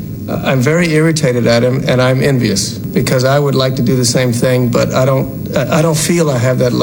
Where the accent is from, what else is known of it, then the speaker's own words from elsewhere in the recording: the South, United States; born there; So you had to be beyond reproach growing up in the South.